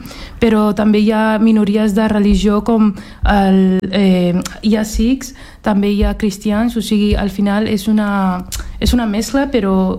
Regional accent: Punjab, Pakistan; moved away; el meu país d'origen, que és Pakistan. Evidentment, nosaltres, la gent que venim de Pakistan, tenim una cultura, i sobretot si som de la comunitat de Punjab, clar, tenim unes característiques específiques

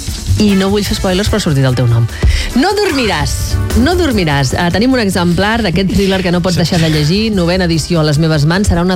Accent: Catalonia, Spain; No siguis modest, que no es noti que som catalans avui.

